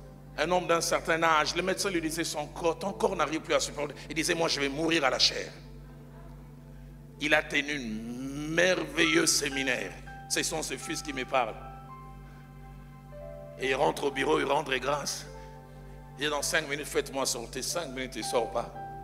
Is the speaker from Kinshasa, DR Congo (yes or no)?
yes; Kinshasa, DR Congo; Chez moi à Kinshasa